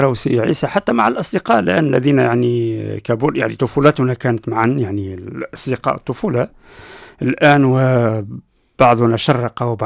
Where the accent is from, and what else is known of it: Guellala, Medenine, Tunisia; born or raised there; first language Amazigh (Berber); Arabic is a second language